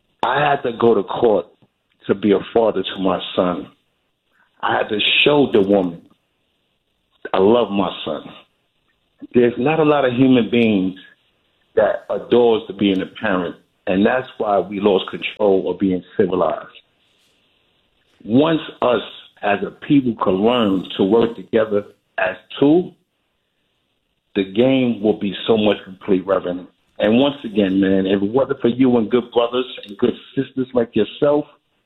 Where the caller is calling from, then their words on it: New York City, New York, United States; I'm a 41-year-old male from Brooklyn, Williamsburg.